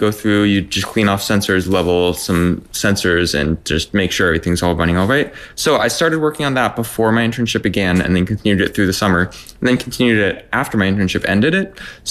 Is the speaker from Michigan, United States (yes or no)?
no; Fairbanks, Alaska, United States; born or raised there